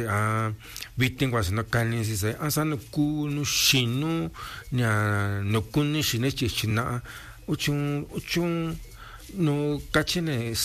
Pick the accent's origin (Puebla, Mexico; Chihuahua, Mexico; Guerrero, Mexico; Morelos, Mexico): Puebla, Mexico; first language Mixtec; Spanish is a second language; diferencia lingüística entre los municipios de San Jerónimo Xochicatlán y Xochicatlán de Bravo, donde su servidor es originario.